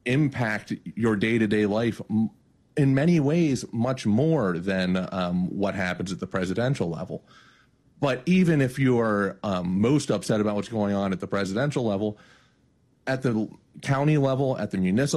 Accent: Wheeling, West Virginia, United States; moved away; in my hometown of Wheeling, which is not where I am right now, but it's still very much close to my heart

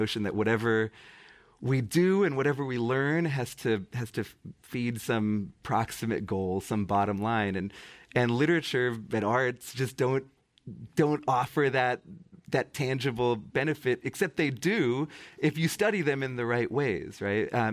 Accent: Massachusetts, United States; my home state of Massachusetts.

